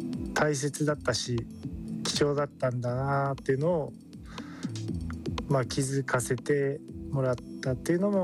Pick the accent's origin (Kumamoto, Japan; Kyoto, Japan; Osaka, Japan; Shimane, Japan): Kumamoto, Japan; 僕も本当に熊本の地のさまざまなものが、僕は生まれ育ちも熊本なんで、当たり前と思ってたものが当たり前じゃなくなった時に